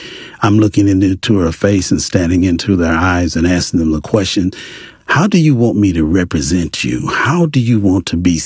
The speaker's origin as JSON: {"language": "English", "town": "Hopkinsville", "region": "Kentucky", "country": "United States", "tie": "born or raised there", "said": "I grew up in Hopkinsville, Kentucky."}